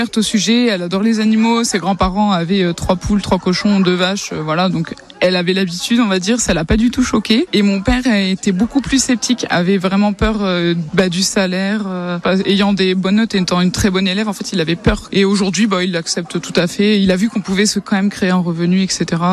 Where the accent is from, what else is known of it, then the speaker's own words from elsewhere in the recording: Argagnon, Nouvelle-Aquitaine, France; Je suis salariée agricole par mon conjoint. Nous sommes d'Argagnon, à côté d'Orthès, et nous avons des brebis laitières.